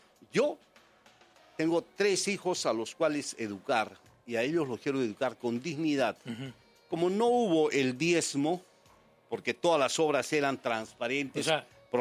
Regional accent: Sihuas, Arequipa, Peru; born or raised there

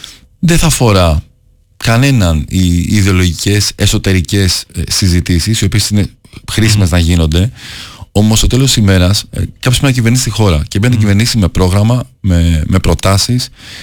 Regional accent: Athens, Attica, Greece; Στην Αθήνα γεννήθηκα. Οι γονείς μου και δύο είναι από την Καβάλα. Ήρθαν πρόσφυγες, όπως καταλαβαίνετε από το επίθετο … Ήρθαν πρόσφυγες, μικρά παιδιά στην Αθήνα. Ναι. Μεγαλώσαμε στην Αθήνα. Αγαπάω πάρα πολύ τον τόπο μου στην Καβάλα.

